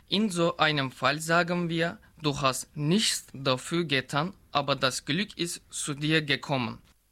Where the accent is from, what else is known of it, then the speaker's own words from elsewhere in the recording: Turkey; German is a second language; ich komme aus der Türkei.